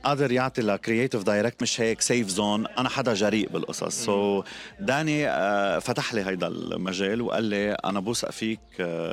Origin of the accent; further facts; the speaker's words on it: Lebanon; ومن هون اخذت اللبنانية حقيقتنا نحن كلبنانية يلي ولا بعمرنا عرفنا كيف نستسلم